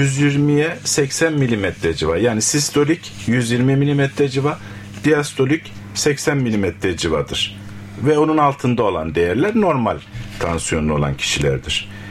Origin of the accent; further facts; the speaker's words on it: Cyprus; moved away as an adult; also born or lived in Ankara; 1966 Kıbrıs doğumluyum. İlk orta ve lise tahsilimi Kıbrıs'ta tamamladıktan sonra